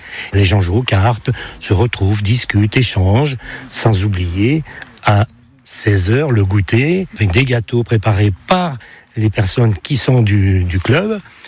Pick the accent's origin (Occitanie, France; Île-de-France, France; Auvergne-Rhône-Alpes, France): Auvergne-Rhône-Alpes, France; La Mure; Alors, je savais que je suis plutôt natif de la Mure, et c'était soit le Valbonnet, mais le Valbonnet, il n'y avait pas trop de possibilités, et sur le Beaumont